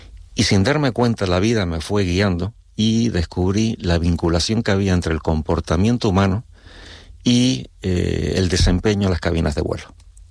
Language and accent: Spanish; Puerto del Rosario, Canary Islands, Spain; Sí, soy de Puerto Rosario, y que quede constancia de mi bonita y querida isla Fuerteventura.